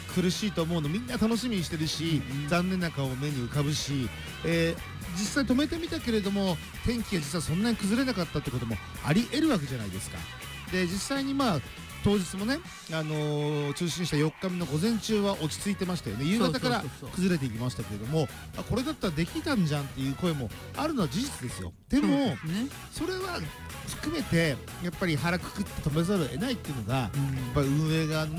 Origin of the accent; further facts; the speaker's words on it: Ibaraki, Japan; 本当に地元茨城が愛されてるなって感覚がすごくしましたけどね。